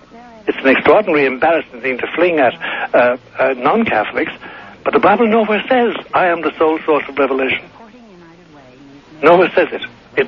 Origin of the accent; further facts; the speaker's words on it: Ireland; moved away; I come from Ireland, you know, and sometimes I must say, because I can being Irish